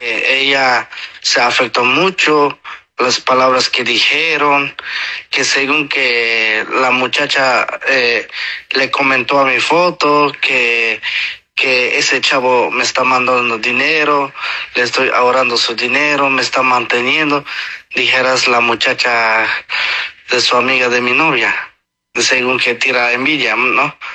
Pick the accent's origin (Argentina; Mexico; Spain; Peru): Mexico; Tenejapa, Chiapas; born there; Por Tenejapa, Chiapas, México.